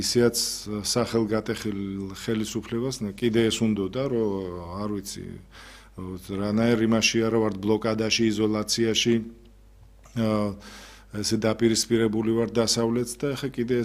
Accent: Zugdidi, Samegrelo-Zemo Svaneti, Georgia; ვიცით, რომ მე ზუგდიდიდან ვარ

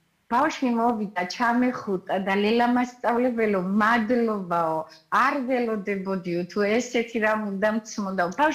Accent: Guria, Georgia; ისიც გურული გახლავთ, ერთი რაიონიდან ვართ.

